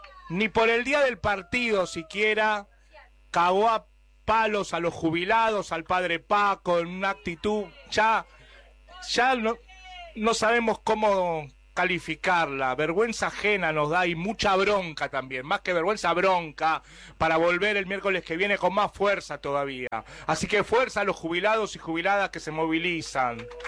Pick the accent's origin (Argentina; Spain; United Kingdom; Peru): Argentina; así somos los argentinos